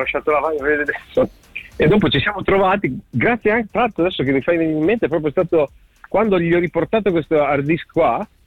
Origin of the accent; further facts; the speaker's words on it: Sassuolo, Emilia-Romagna, Italy; Lui era venuto a Sassuolo a fare una... Io sono di Sassuolo